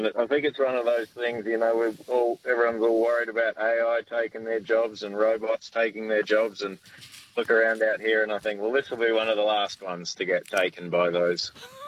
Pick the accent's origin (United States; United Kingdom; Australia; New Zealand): Australia; Perth, Western Australia; I'm from Perth originally.